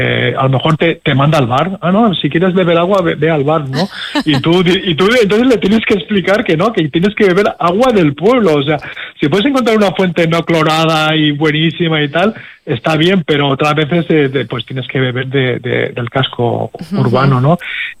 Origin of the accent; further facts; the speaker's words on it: Casas Bajas, Valencian Community, Spain; Y acabé en mi pueblo, en Casas Bajas, claro, en el Rincón.